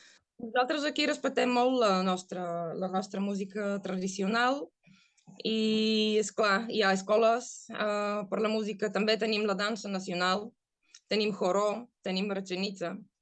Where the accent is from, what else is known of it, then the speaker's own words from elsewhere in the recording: Sofia, Sofia City, Bulgaria; Catalan is a second language; now in Catalonia, Spain; jo soc de Sofia, que es fa, està... no està massa prop del mar.